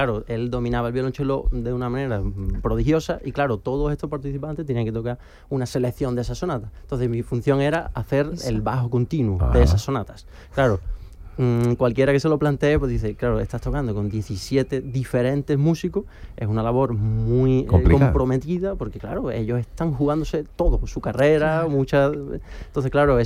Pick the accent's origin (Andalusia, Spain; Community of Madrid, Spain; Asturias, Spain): Andalusia, Spain; San Roque; moved away; yo soy de San Roque, y pueblecito del Campo de Gibraltar